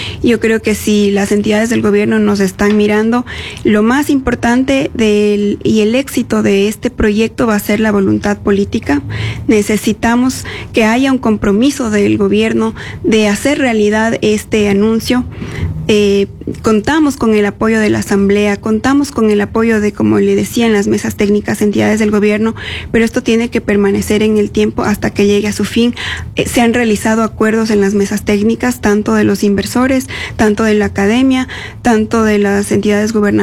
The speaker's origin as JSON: {"language": "Spanish", "region": "Carchi", "country": "Ecuador", "said": "de donde yo vengo, el Cantón Montúfar"}